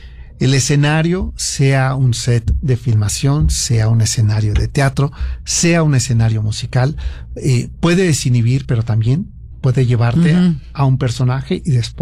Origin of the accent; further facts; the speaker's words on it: Mexico City, Mexico; born there; Porque nosotros nacimos en el DF.